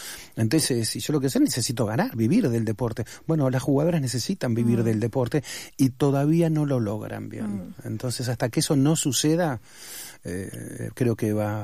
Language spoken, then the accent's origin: Spanish; Argentina